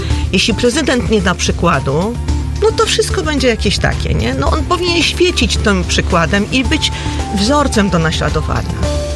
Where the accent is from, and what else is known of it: Gorzów Wielkopolski, Lubusz Voivodeship, Poland